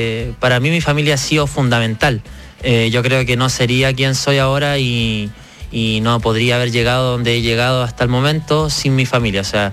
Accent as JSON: {"language": "Spanish", "town": "Curacaví", "region": "Santiago Metropolitan Region", "country": "Chile", "said": "Sí, no, soy de Curacaví, así que yo siempre llevo mi bandera. Creo que las personas tienen que saber muy bien de dónde son para saber dónde quieren llegar. Así que yo soy de Curacaví, la tierra de los dulces, de los dulces chilenos y las chichas"}